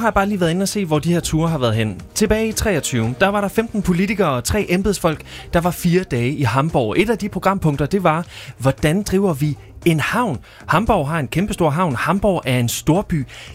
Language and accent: Danish; Kolding, Region of Southern Denmark, Denmark; Kolding, hvor jeg kommer fra, hvor havnen er markant mindre